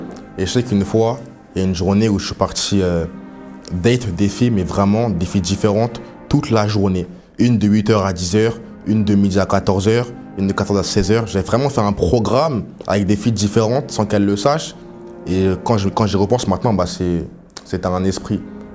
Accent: Paris, Île-de-France, France; J'ai grandi à Paris avec ma mère et pas mon père, je le connaissais pas du coup, ma petite sœur.

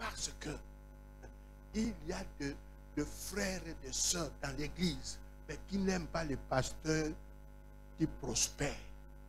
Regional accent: Kinshasa, DR Congo; aujourd'hui, chez nous, à Kinshasa, moi, je suis de Kinshasa.

